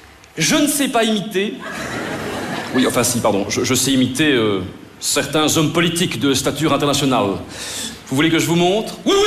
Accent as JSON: {"language": "French", "region": "Brussels", "country": "Belgium", "tie": "born there", "said": "Je suis né à Bruxelles. Je suis un humoriste belge particulièrement méconnu."}